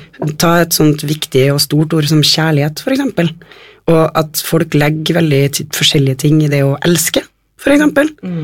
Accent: Trøndelag, Norway; accent: Trøndersk; also born or lived in Røros / Frosta; now in Oslo, Norway

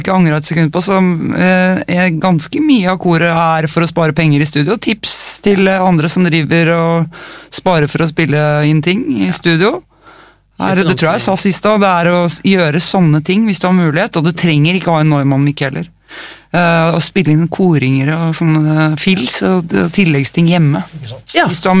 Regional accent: Oslo, Norway; jeg er jo fra Oslo.

